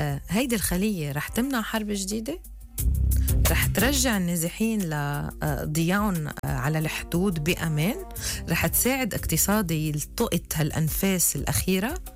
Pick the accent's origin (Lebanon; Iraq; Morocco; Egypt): Lebanon; نحن تعبنا كلبنانية